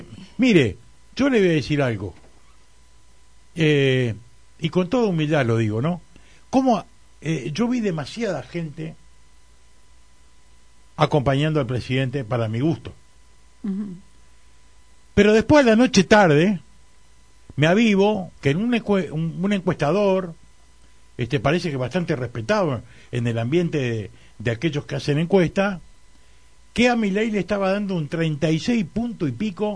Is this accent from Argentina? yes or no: yes; Argentina; ¿podemos decir, somos argentinos porque nacimos acá?